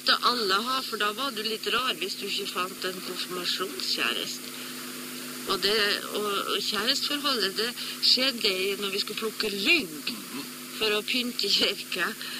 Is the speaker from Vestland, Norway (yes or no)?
no; Korgen, Nordland, Norway; moved away; nå er jeg hjemme i Korge.